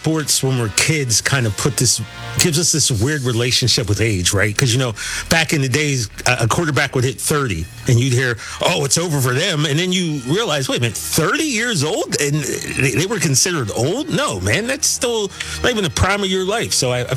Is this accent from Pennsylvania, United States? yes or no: yes; Pennsylvania, United States; My whole life. I'm from Pennsylvania.